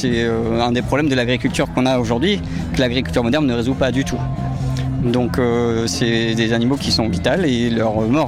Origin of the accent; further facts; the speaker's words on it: Saclay, Île-de-France, France; Nous, on vient de Saclay.